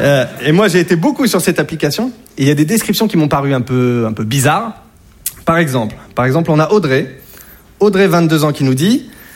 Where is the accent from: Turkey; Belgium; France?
France; Hauts-de-France